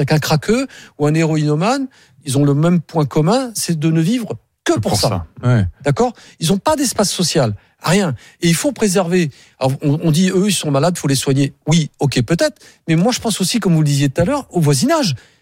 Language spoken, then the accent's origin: French; Marseille, Provence-Alpes-Côte d'Azur, France; Je suis marseillais, donc je connais bien la ville